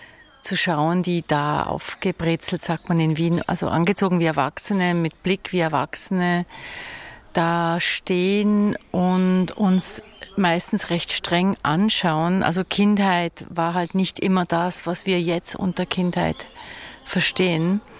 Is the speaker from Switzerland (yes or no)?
yes; Basel, Basel-Stadt, Switzerland; moved away as an adult; also born or lived in Zurich; ich bin ja in Basel geboren, habe dort studiert, bin von Basel dann weggegangen, sozusagen schon als junge Frau, viel auf Reisen.